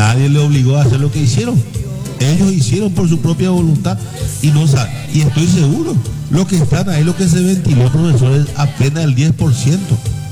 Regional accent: Paraguay; como paraguayo a mí me indigna.

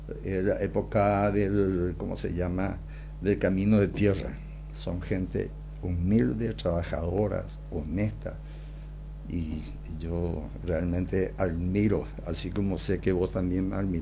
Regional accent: Coronel Oviedo, Caaguazú, Paraguay; me considero realmente un ovetense

